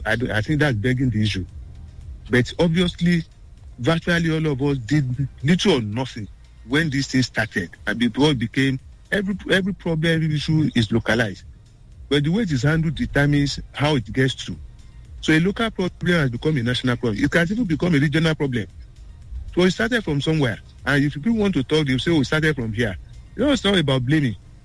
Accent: Nigeria; I'm a Yoruba man, and speaking for Yoruba, no. I should be speaking as a Nigerian.

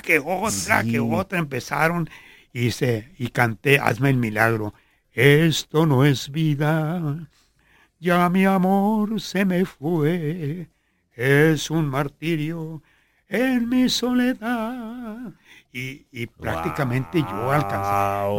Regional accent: Puerto Vallarta, Jalisco, Mexico; moved away; yo empecé a cantar allá en mi tierra, en Vallarta.

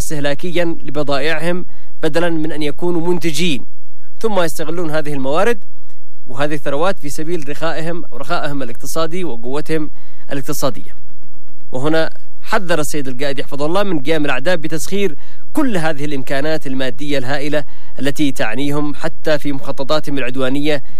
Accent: Yemen; مثل ما هو الحال عندنا في اليمن.

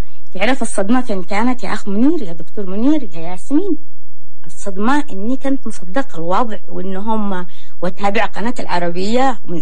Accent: Taiz, Taiz Governorate, Yemen; وأنا من نصف من تعز

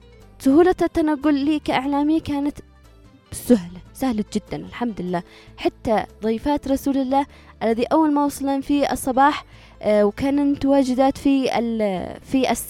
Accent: Sanaa, Amanat Al Asimah, Yemen; عندنا في صنعاء

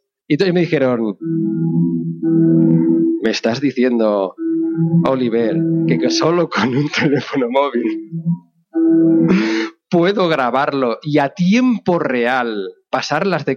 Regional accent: Barcelona, Catalonia, Spain; moved away as an adult; now in Madrid, Spain; Yo soy catalán de Barcelona.

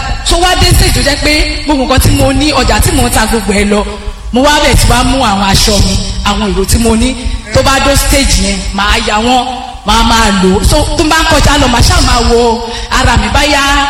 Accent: Osun, Nigeria; mo wa lati Ọ̀sun.

